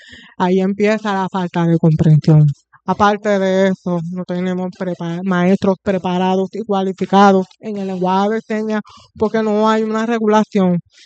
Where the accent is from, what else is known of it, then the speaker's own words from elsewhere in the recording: Ponce, Puerto Rico; moved away; Yo soy la que le digo empanadilla, porque yo vengo de Ponce, pero pues acá le dicen este pastelillo.